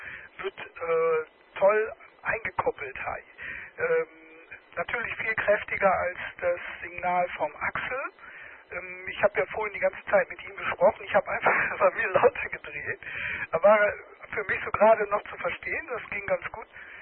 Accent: Dortmund, North Rhine-Westphalia, Germany; Ich bin Dortmunder

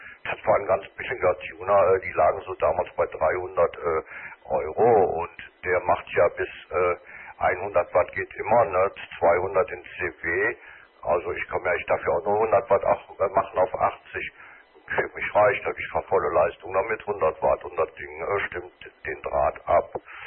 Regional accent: Cologne, North Rhine-Westphalia, Germany; als Kölner, ne? Ich bin ja katholisch, ne?

